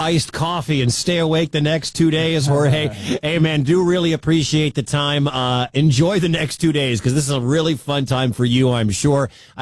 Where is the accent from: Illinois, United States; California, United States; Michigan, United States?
Michigan, United States; Detroit; now in Des Moines, United States; I'm in Des Moines, Iowa. That's where I live. But my family and where I grew up is in Detroit.